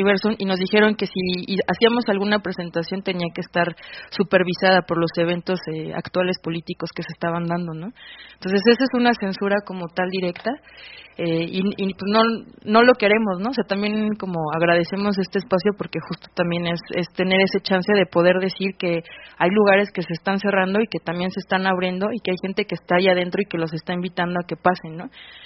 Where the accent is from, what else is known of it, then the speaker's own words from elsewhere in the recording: Mexico; asumimos una identidad como seres humanos en principio y una identidad como mexicanos también, ¿no? Como mujeres